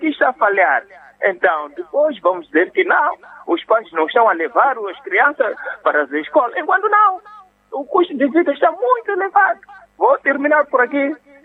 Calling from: Inhambane, Mozambique; falo de Blancouro, província de Inhambane.

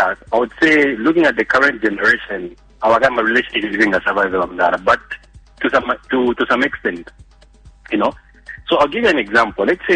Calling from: Kabwe, Central Province, Zambia; Calling from within Kabwe.

